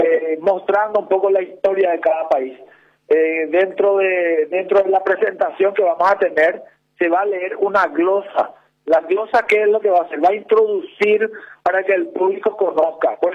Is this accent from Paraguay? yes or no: yes; Paraguay; nosotros como paraguayos